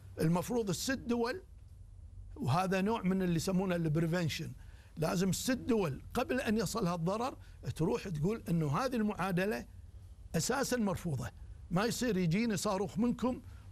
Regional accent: Kuwait; لدي أنا بالكويت

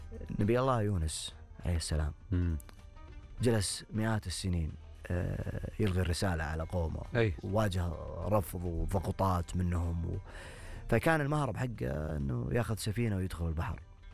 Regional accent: Saudi Arabia; هذه وطننا، هذه ديرتنا

